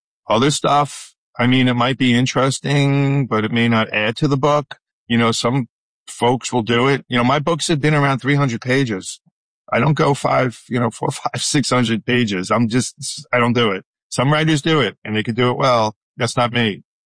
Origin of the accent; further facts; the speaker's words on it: New York, United States; moved away as an adult; now in Pennsylvania, United States; I'm from New York. I started out at a radio station in New York, WNW